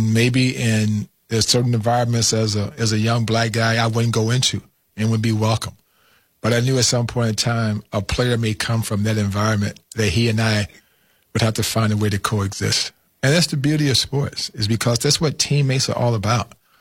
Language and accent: English; Flint, Michigan, United States; I'm a kid from Flint, Michigan, dreaming of one day of leaving, you know, the neighborhood of Rosedale and Selby Avenue